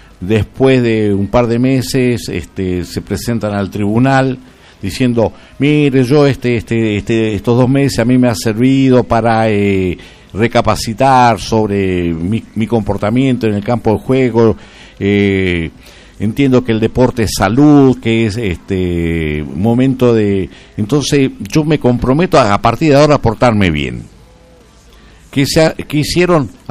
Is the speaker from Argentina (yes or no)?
yes; Argentina; Flojito lo mío, pero uno viendo y siendo argentino...